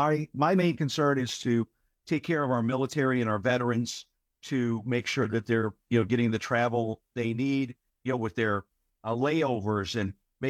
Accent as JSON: {"language": "English", "town": "Chicago", "region": "Illinois", "country": "United States", "said": "I'm from Chicago, so I'd love to go back to Chicago"}